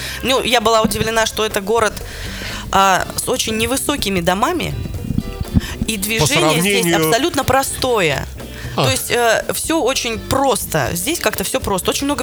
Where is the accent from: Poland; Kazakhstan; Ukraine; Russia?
Russia; Yurga, Kemerovo Oblast; Я, конечно, с Кузбасса, но наш город находится на пересечении трех областей. Это Новосибирская область, Томская и Кемеровская. Я в городе, в Кемеровской области. Город Юрга такой.